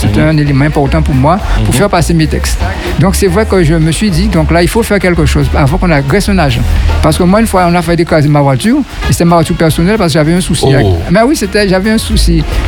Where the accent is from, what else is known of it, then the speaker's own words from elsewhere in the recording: Guadeloupe; Chez nous, en Guadeloupe